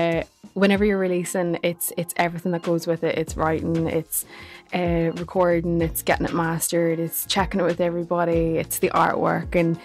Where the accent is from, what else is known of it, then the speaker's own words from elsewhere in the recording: Derrynoose, Northern Ireland, United Kingdom; accent: South Armagh twang; So I come from a rural part of Ireland. It's called Derrynoose and it's in County Armagh. But I'm smack bang on the border between County Armagh and County Monaghan.